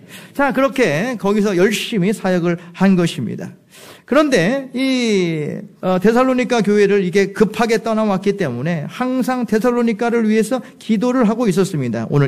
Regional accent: South Korea; 저는 순수한 토종 한국인인데

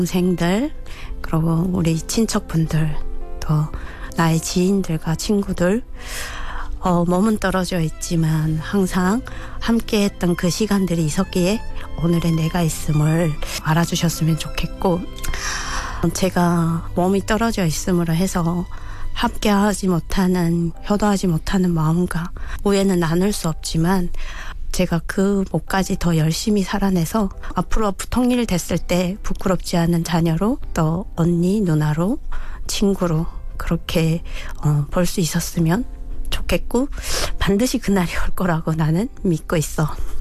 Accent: North Korea; now in South Korea; 저희는 북한이라는 사회는 공동체. 한 사람이 벌어서 여러 네. 먹여 살리는.

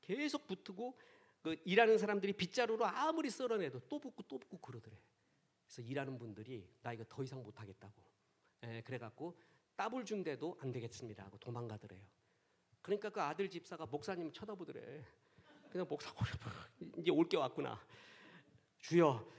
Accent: Seoul, South Korea; 저는 서울에서 태어나고 자랐습니다. 전형적인 시티보이입니다. 그런데 시골을 좋아했죠. 그래서 시골에서 살기도 하고 방학만 되면 살고.

